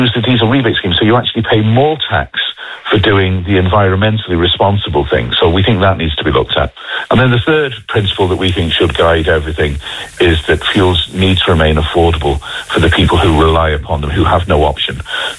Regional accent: Munster, Ireland; despite my funny accent, North Cork is home to me. And my mother lives in North Cork.

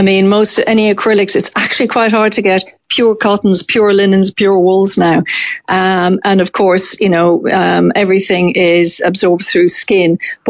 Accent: Ireland; as an Irish population

